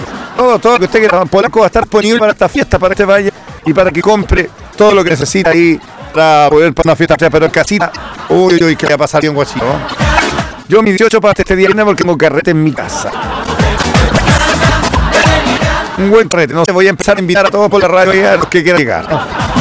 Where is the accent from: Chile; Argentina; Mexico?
Chile; somos chilenos.